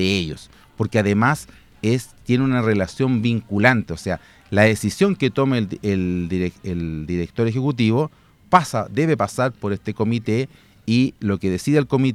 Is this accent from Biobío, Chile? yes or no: no; Colina, Santiago Metropolitan Region, Chile; todos nosotros que somos de Colina